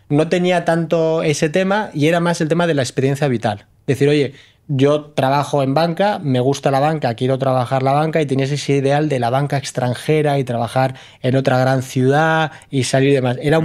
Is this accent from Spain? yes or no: yes; Bilbao, Basque Country, Spain; moved away as an adult; also born or lived in Madrid / Geneva / Curaçao; now in Zurich, Switzerland; yo soy de Bilbao, enseguida me fui a vivir a Madrid, luego me fui a Ginebra, luego me fui a Curazao, luego volví a Zúrich.